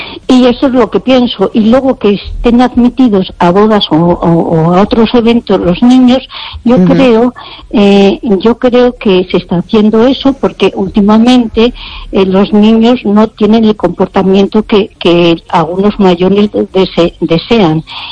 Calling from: Ourense, Galicia, Spain; Desde Orense.

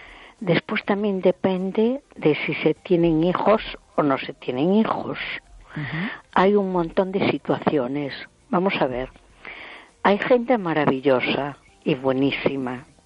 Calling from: A Coruña, Galicia, Spain; de Coruña.

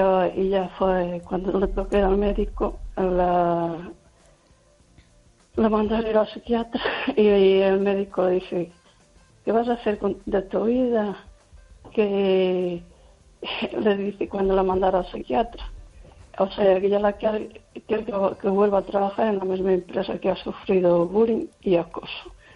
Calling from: Lugo, Galicia, Spain; Buenas noches

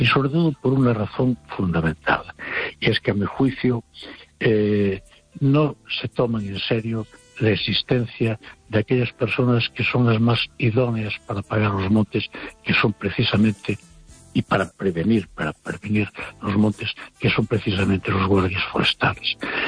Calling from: Madrid, Community of Madrid, Spain; de Madrid.

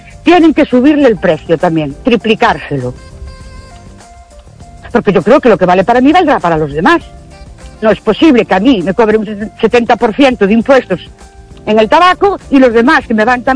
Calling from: Ourense, Galicia, Spain; Hola, buenas noches … de Orense otra vez.

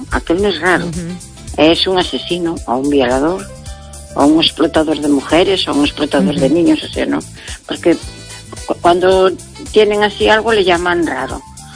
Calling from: Pontevedra, Galicia, Spain; de Pontevedra.

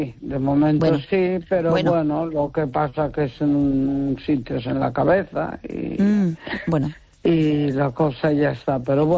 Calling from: Neda, Galicia, Spain

